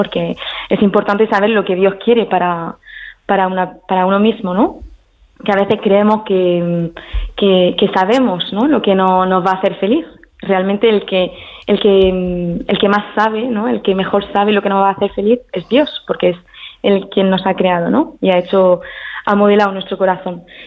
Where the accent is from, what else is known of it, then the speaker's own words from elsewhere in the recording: Paris, Île-de-France, France; Spanish is a second language; moved away as an adult; soy francesa, mi padre es francés, mi madre española, murciana, y yo nací en París y viví ahí hasta, pues, hasta los 22 años, hasta que entré al convento.